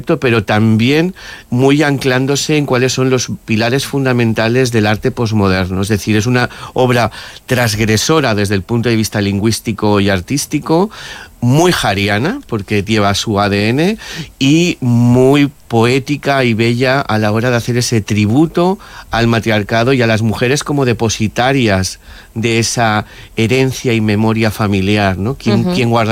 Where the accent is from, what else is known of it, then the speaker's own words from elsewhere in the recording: Algemesí, Valencian Community, Spain; nosotros somos de Algemesí, que hemos vivido la terrible Dana